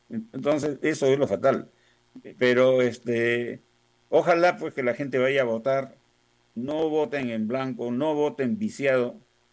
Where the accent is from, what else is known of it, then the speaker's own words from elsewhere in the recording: Peru; moved away as an adult; no tenía cómo trabajar en Perú. Dejé mis propiedades en Perú, dejé todo en Perú y me vine acá.